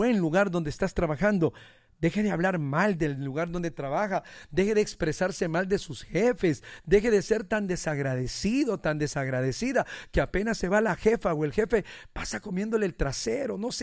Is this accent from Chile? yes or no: no; Honduras; accent: catracho; Qué bonito es cuando hablamos como hondureños